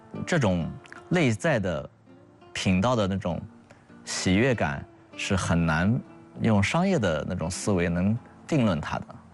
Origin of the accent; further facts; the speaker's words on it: Hefei, Anhui, China; 我是出生在安徽大学，我是安大子弟